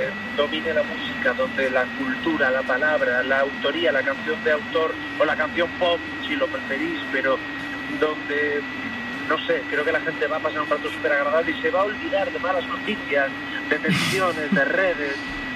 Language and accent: Spanish; Galicia, Spain; estuve entre Madrid, Galicia, mi tierra